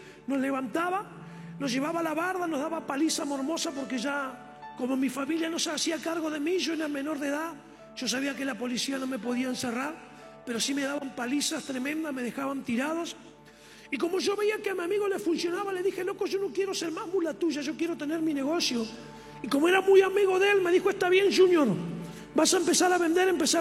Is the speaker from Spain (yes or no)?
no; Centenario, Neuquén, Argentina; born there; Mi abuela, yo soy nacido en Centenario, allí en Neuquén, provincia de Neuquén.